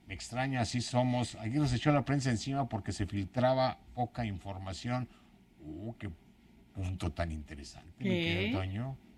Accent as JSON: {"language": "Spanish", "country": "Mexico", "said": "Así somos los mexicanos."}